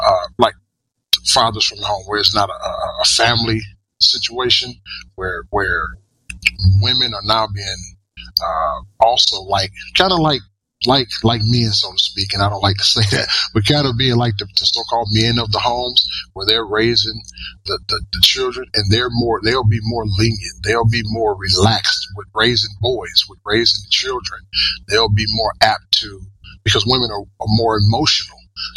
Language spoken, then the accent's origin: English; Georgia, United States; I grew up in Georgia. I live in the North Coast now, but I grew up in Georgia. Extremely poor, from a poor family, poor background.